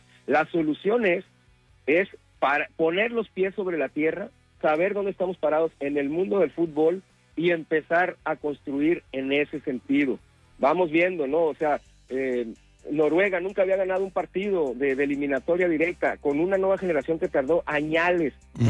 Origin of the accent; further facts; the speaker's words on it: Mexico; a lo que somos, a los mexicanos